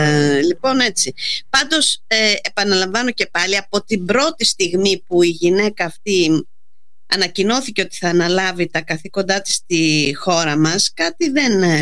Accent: Greece; εμείς ως Έλληνες έχουμε πληρώσει πολύ ακριβά.

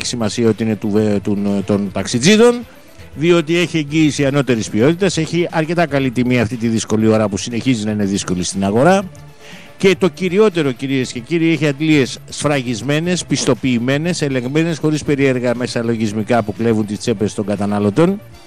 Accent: Western Greece, Greece; now in Patras, Greece; Απέναντι στην Αιτωλοακαρνανία, στην πατρίδα μου, καλημέρα στο Μεσολόγγι, στο Αγρίνιο

